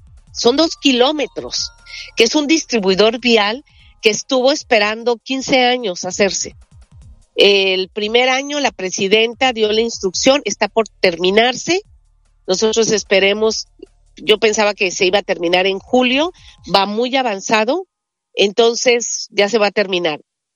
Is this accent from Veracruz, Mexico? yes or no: yes; Veracruz, Mexico; así somos los veracruzanos, muy alegres